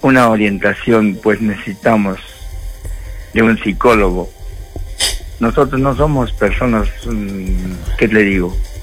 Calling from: Paucarpata, Arequipa, Peru; aquí un frío intenso, aquí en Pucallpata.

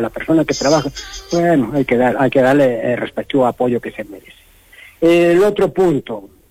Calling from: Arequipa, Peru; Yo soy una persona que vivo en Alto Ceiba Alegre, Ceiba Alegrino, por si acaso

